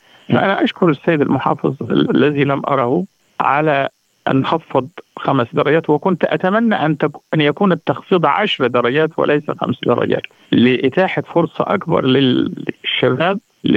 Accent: Shatura, Sohag Governorate, Egypt; أنا من قرية شطورة في محافظة سوهاج، من قريتي أكثر من 250 واحد واخدين دكتوراهات، وهي قرية بسيطة

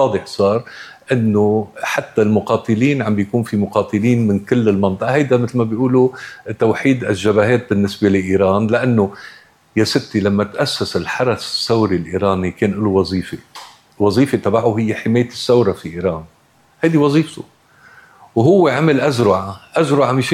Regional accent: Tripoli, North Governorate, Lebanon; يعني انا ابن طرابلس

